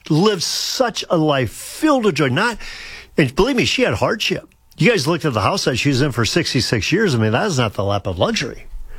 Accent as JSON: {"language": "English", "town": "Sheldon", "region": "Iowa", "country": "United States", "tie": "born or raised there", "said": "Chuck Hurley and I went up to a funeral in Sheldon, my hometown."}